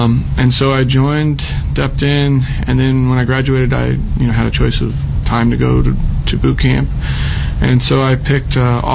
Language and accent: English; Burke, Virginia, United States; Born and raised in Fairfax, Virginia. I grew up in Burke. In fact, my parents still live in the mean streets of Burke.